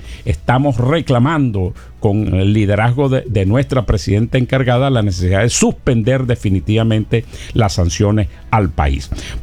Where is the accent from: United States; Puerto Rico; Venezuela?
Venezuela; como acostumbramos a inclusive los venezolanos a sufrir